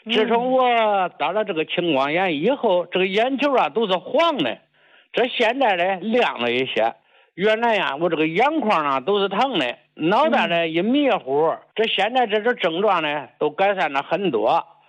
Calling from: Henan, China; 我是河南的，今年呢74了

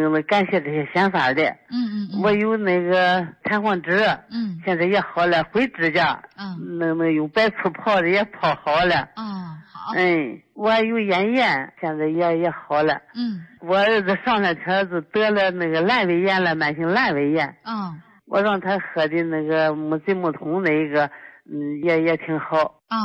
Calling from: Dezhou, Shandong, China; 我是山东德州的。

